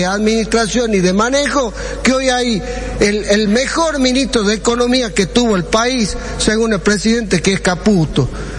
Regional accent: Salta, Argentina

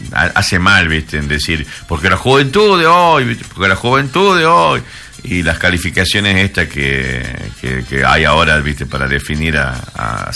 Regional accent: Argentina; somos argentinos

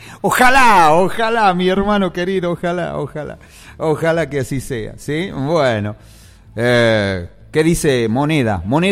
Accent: Argentina; Somos argentinos.

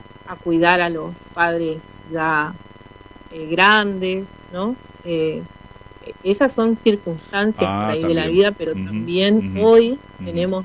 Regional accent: Corrientes, Argentina; also born or lived in Buenos Aires; yo soy nacida en Buenos Aires y siempre digo que soy criada y mal criada en Corrientes.

